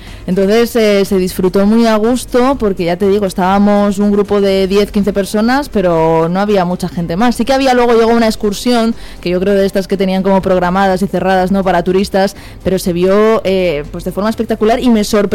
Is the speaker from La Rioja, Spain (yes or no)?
yes; La Rioja, Spain; Es que yo soy más de La Rioja Alta